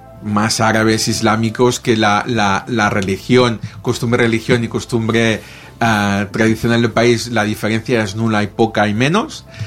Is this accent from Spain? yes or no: yes; Spain; los españoles que nos conviene viajar afuera.